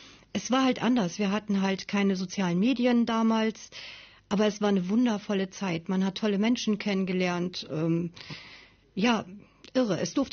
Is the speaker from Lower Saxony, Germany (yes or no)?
yes; Wittmund, Lower Saxony, Germany; born there; ich bin in Wittmund geboren